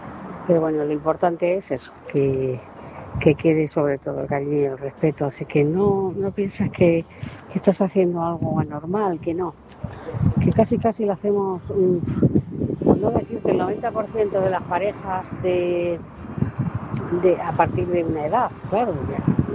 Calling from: Móstoles, Community of Madrid, Spain; Buenas noches, Maite … de Móstoles.

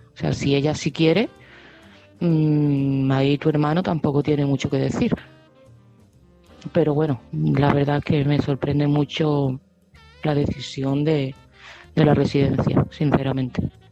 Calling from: Seville, Andalusia, Spain; de Sevilla

